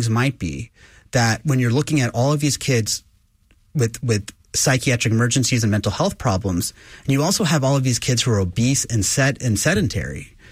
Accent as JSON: {"language": "English", "town": "Houston", "region": "Texas", "country": "United States", "tie": "born or raised there", "said": "Very first thing I'll say is I was born here in Houston. I'm a swamp baby. I was born at the hospital I work at, Memorial Hermann, wow."}